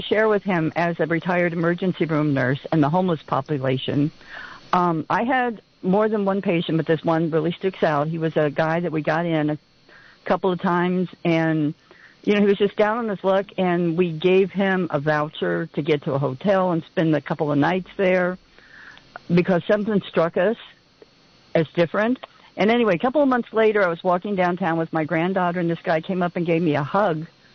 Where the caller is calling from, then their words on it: Watsonville, California, United States; I'm calling from Watsonville.